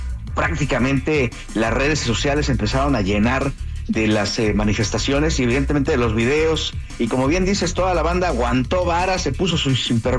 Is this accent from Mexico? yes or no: yes; Mexico; nos olvidamos del reconocimiento que tiene nuestra sociedad, que tenemos como mexicanos, y evidentemente de la grandeza que hay en nuestro país